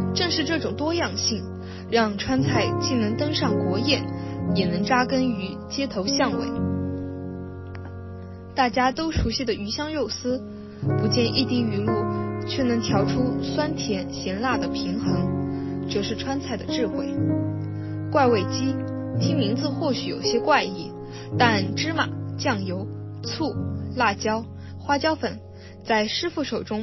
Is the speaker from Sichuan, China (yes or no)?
yes; Chengdu, Sichuan, China; moved away as an adult; now in Hangzhou, China; 我的家乡四川成都。